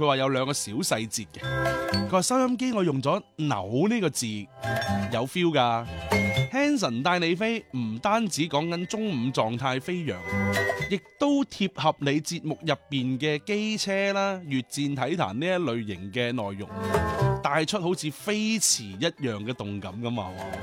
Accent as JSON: {"language": "Cantonese", "region": "Guangdong", "country": "China", "said": "即系话我哋广东人咧，经常都话咧，呢条数围唔围得过嚟"}